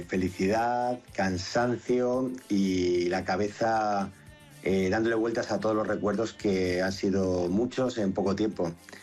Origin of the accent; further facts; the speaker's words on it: San Sebastián de los Reyes, Community of Madrid, Spain; No, soy madrileño. Yo nací en el Hospital de la Paz, pero desde muy pequeño, en San Sebastián de los Reyes, me he criado, he ido al colegio, al instituto y trabajo.